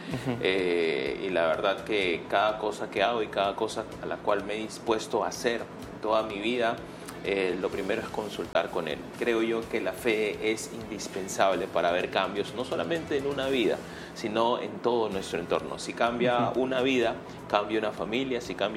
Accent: Lima, Peru; Mi mamá llegó con 2 niños, yo tenía 5 años, mi hermana tenía 4. Y bueno, crecí en Villa El Salvador, en medio de muchas carencias, muchas dificultades.

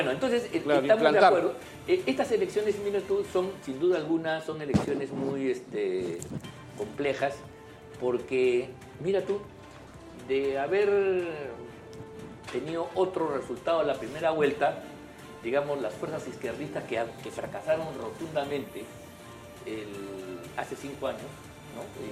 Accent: Peru; Pero esa es la nación peruana, eso es lo que somos nosotros

